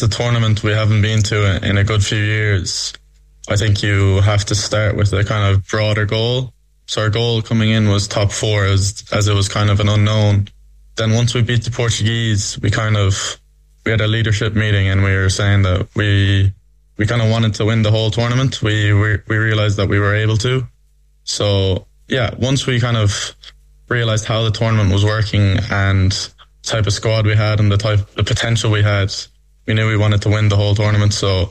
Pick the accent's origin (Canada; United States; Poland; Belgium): Belgium; My sister herself is a referee in Leinster, and she refereed back home in Belgium